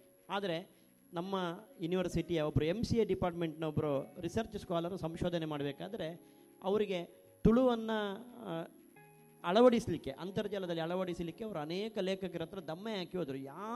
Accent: Karnataka, India; ನಾವು ಮಂಗಳೂರಿನವರು ಅಥವಾ ಕರಾವಳಿಯವರು

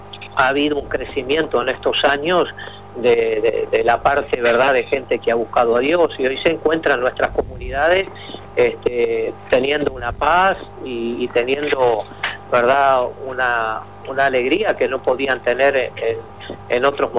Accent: Uruguay; nosotros como uruguayos somos de razonar todas las cosas

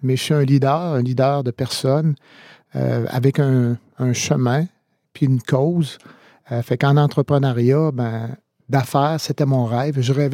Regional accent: Quebec, Canada; Ben, je suis Beauceron, évidemment, oui.

